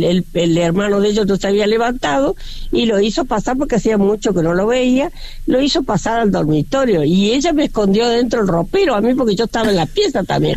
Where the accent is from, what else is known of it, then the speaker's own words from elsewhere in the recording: Ferreira, Córdoba, Argentina; born there; Yo nací en Ferreira, ¿viste?